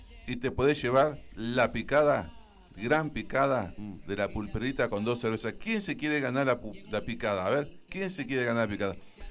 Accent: Lobería, Buenos Aires Province, Argentina; moved away; la nostalgia de mi pueblo en Lobería.

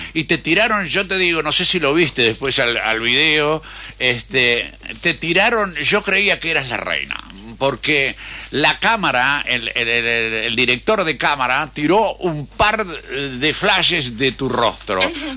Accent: Victoria, Entre Ríos, Argentina; Te agradezco mucho como vitoriense

